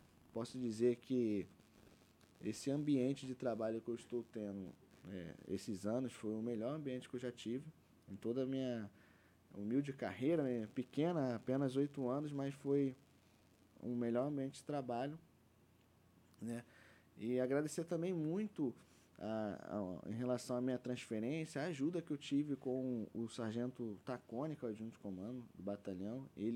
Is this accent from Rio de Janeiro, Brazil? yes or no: yes; Rio de Janeiro, Brazil; moved away as an adult; a gente está voltando para nossa casa, né? Somos carioca